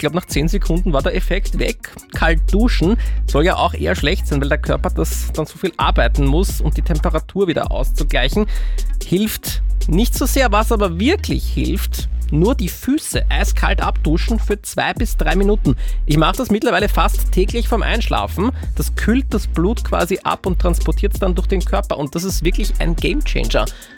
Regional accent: Vienna, Austria; ich bin auch Wiener, ich suda auch gern

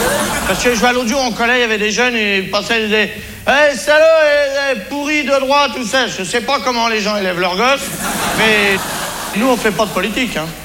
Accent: France; Je suis content d'être français, moi, hein. D'abord parce que je suis français, et puis d'autre part, même bien content.

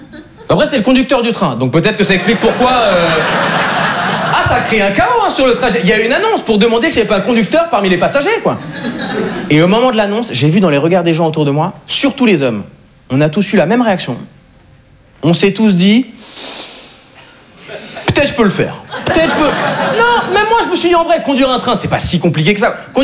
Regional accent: Switzerland; born or raised there

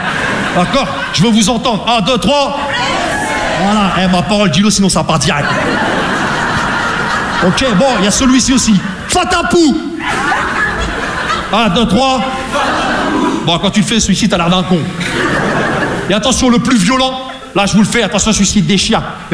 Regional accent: Rouen, Normandy, France; moi je viens de Rouen, tu vois, la Normandie, les Vikings, on est tous un peu des...

